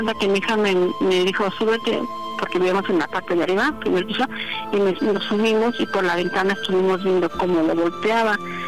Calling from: Nezahualcóyotl, State of Mexico, Mexico; yo soy del municipio de Nezahualcóyotl.

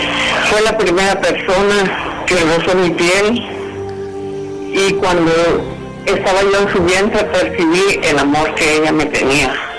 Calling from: Tapachula, Chiapas, Mexico; de Tapachula, Chiapas.

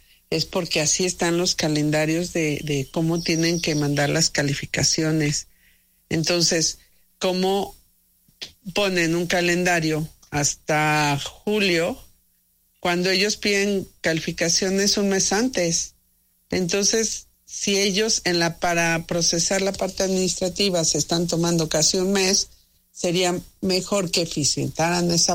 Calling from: Mexico City, Mexico; de la Ciudad de México.

